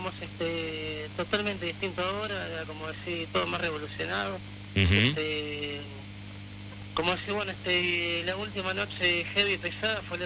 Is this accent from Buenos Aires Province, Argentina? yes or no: yes; La Tablada, Buenos Aires Province, Argentina